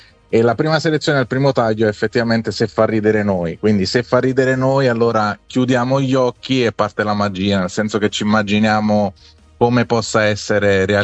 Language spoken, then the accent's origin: Italian; Naples, Campania, Italy; io lo dico da napoletano